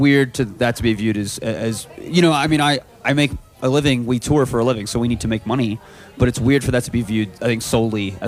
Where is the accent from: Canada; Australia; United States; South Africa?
United States; Corpus Christi, Texas; now in Austin, United States; I'm from Corpus Christi, Texas originally, which is a Gulf Coast town. It's a very like blue collar kind of thing.